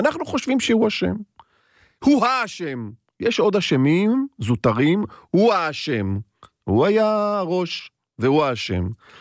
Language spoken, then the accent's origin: Hebrew; Bnei Brak, Tel Aviv District, Israel; אני מבני ברק.